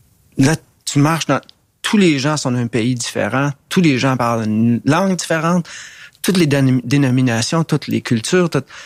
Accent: Montreal, Quebec, Canada; J'étais un gars de Montréal-Nord.

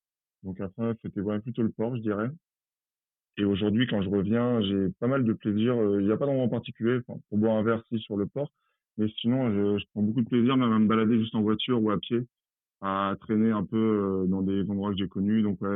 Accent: Caen, Normandy, France; Alors, donc moi, j'ai vécu toute ma vie à Caen. Je suis né à Caen. J'ai vécu toute ma vie. Mes parents habitent à Cormelles-le-Royal, donc au sud de Caen, en périphérie proche.

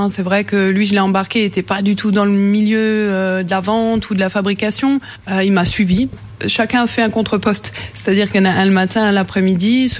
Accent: Sarreguemines, Grand Est, France; nous, on est originaires de Sarreguemines tous les deux. Donc, je voulais déjà que ce soit dans notre ville de naissance.

